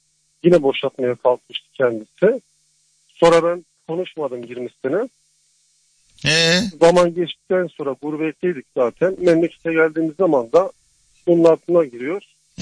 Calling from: Malatya, Turkey; Malatya'dan arıyorum.

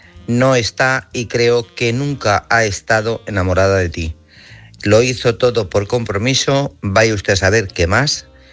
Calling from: Guadalajara, Castilla-La Mancha, Spain; de Guadalajara

